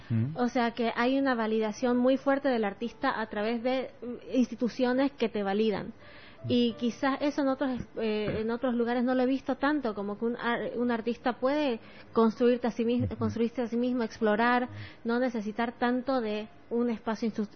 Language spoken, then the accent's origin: Spanish; Santa Cruz de la Sierra, Santa Cruz, Bolivia; moved away as an adult; also born or lived in Argentina